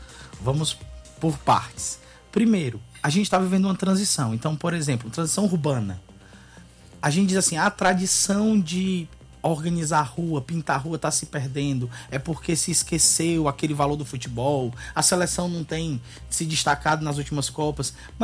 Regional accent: Barbalha, Ceará, Brazil; moved away; Eu sou de Barbalha, sou do Cariri

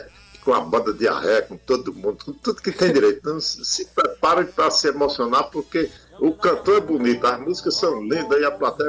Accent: Ceará, Brazil; eu sou um cearense grande demais, né? 1,93 m

